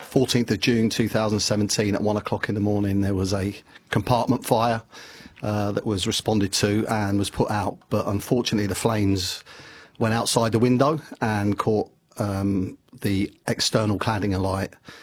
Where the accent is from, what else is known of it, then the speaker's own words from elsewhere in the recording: North Kensington, London, United Kingdom; Yeah, so I was brought up in North Kensington, and I used to walk past the fire station every single day going to school.